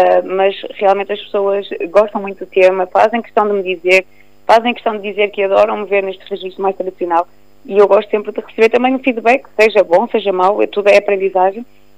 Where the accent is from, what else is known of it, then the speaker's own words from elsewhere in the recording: Minho, Portugal; as minhas raízes, como minhota que sou